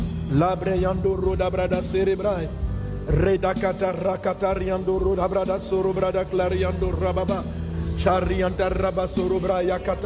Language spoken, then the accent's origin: French; Agnibilékrou, Comoé, Côte d’Ivoire; là d'où je viens, de Agnibele-Cro, c'est un royaume. Le royaume du Diablin. Il y a un roi. Même s'il n'y a pas beaucoup de villages, mais c'est un royaume.